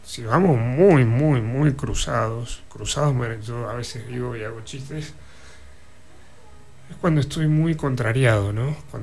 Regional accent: Argentina; porque somos argentinos descendientes en gran parte o mayoría de europeos, españoles y italianos.

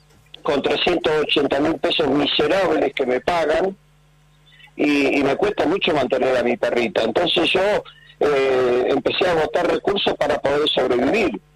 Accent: Mar del Plata, Buenos Aires Province, Argentina; Pues nací y me crié en Mar del Plata, soy nativo de la Argentina.

